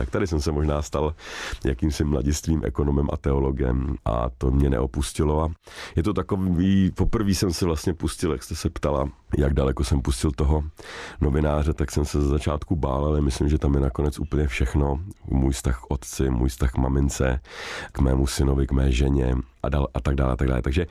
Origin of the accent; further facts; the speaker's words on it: Finland; od mého mládí ve Finsku, jak jsem vyrůstal, jsem byl jedna z mála dětí, která viděla železnou oponu z obou stran. Já jsem vyrůstal jak rozesmátém, krásném Finsku a jezdil jsem neustále do České republiky